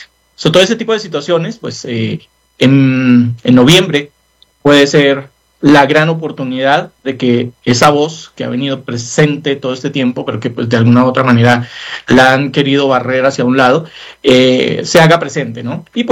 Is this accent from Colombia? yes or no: yes; Colombia; En mi país, digamos, en Colombia, que un presidente esté haciendo campaña política es ilegal, es corrupción. Posiblemente aquí pues está bien visto, ¿no?